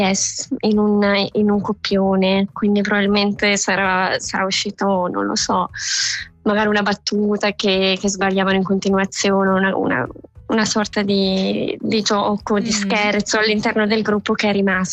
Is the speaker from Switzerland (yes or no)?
yes; Bellinzona, Ticino, Switzerland; now in Zurich, Switzerland; Vengo da Bellinzona e cercavo appunto un gruppo di teatro perché è sempre un po' stata la mia passione